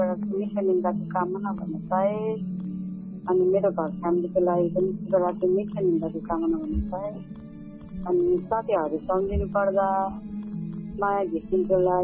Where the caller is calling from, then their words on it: Kavre, Bagmati, Nepal; काभ्रेबाट